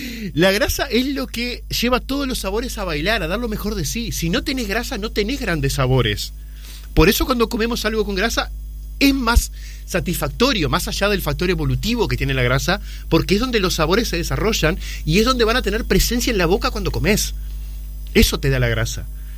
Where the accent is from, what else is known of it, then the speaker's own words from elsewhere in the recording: Artigas, Uruguay; moved away as an adult; also born or lived in Montevideo; now in Las Piedras, Uruguay; No, soy de Artigas. Artigas.